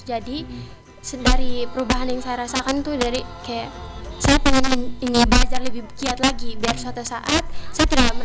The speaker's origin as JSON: {"language": "Indonesian", "town": "Malaka", "region": "East Nusa Tenggara", "country": "Indonesia", "lives_now": "Kupang, Indonesia", "said": "Saya dari Malaka dan sekarang saya belajar di kampus Uchiha Universitas Citra Bangsa Kupang."}